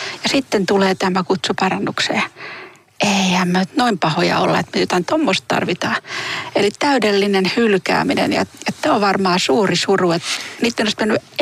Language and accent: Finnish; Kotka, Kymenlaakso, Finland; moved away; Kotkassa, josta mä oon kotoisin